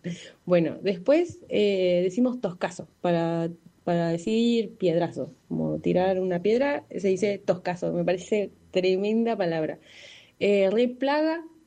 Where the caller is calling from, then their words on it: Comodoro Rivadavia, Chubut, Argentina; los modismos típicos de mi ciudad. En Comodoro, Rivadavia, de donde vengo yo, decimos mucho leso o arre leso cuando alguien es tonto, tipo, sorre leso, sorre tonto. No se usa el boludo, es boró.